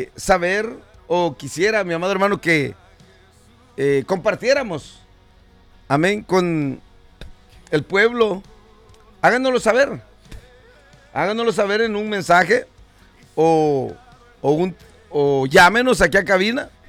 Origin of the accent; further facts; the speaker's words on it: El Salvador; moved away; ahí en mi tierra sí, mi amado hermano, ahí en El Salvador sí celebra hoy el Día del Padre.